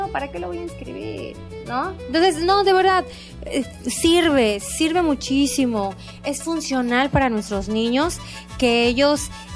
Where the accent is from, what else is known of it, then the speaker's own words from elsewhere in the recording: Mexico; nuestra identidad como mexicanas.